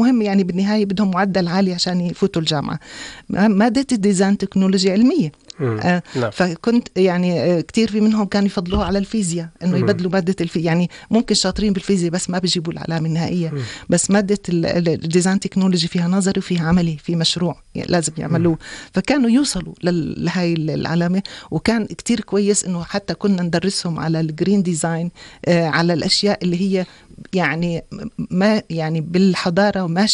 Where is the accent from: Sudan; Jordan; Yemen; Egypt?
Jordan; بس هلأ صار عندنا في الأردن